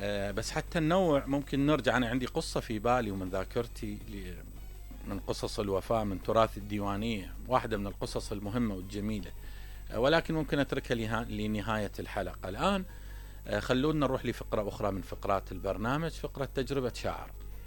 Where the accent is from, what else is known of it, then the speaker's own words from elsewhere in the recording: Iraq; وكانت عندنا بالعراق بقوة.